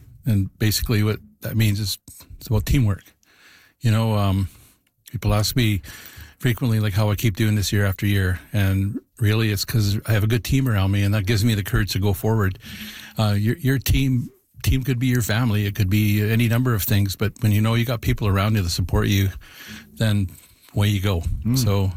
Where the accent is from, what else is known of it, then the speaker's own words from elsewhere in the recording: Yukon, Canada; Then as I started traveling and people found out that I was from the Yukon, everybody was interested.